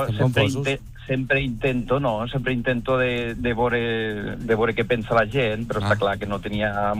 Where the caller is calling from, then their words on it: Catalonia, Spain; Jo sóc de les Terres de l'Ebre